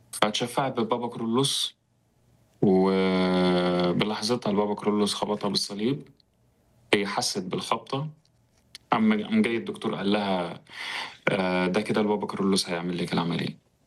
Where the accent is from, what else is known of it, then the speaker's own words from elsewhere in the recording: Egypt; born there; وانا اتولدت في مصر من خلفية اسلامية سنية،